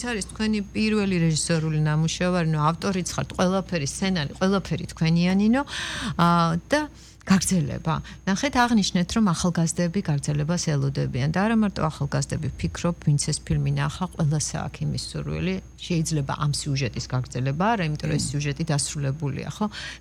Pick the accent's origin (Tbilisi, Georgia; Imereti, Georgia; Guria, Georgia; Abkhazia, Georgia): Abkhazia, Georgia; born there; მე აფხაზეთში დაბადებული ვარ.